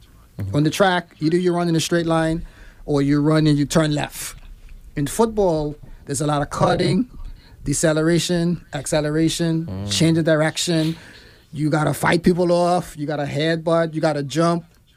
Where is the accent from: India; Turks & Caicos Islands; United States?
Turks & Caicos Islands; Cockburn Town, Grand Turk; born and raised in Grand Turk.